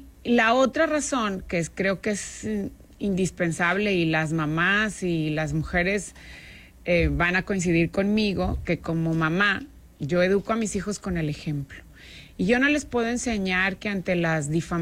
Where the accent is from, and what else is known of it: Nuevo León, Mexico